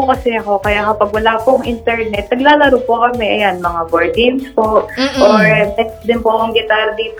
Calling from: Quezon City, Metro Manila, Philippines; Quezon City.

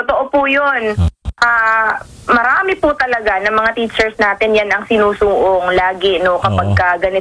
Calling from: San Jose del Monte, Central Luzon, Philippines; Opo, dito sa San Jose del Monte po.

